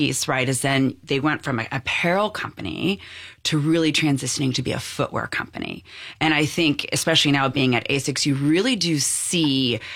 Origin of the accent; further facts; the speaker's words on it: Cerritos, California, United States; right here in L.A., Cerritos, California.